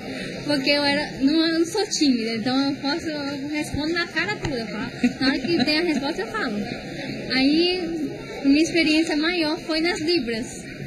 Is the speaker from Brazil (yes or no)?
yes; Imperatriz, Maranhão, Brazil; Eu nasci no Maranhão, eu sou maranhense, não sou nem paraense, não sou. E a gente nasceu na Imperatriz.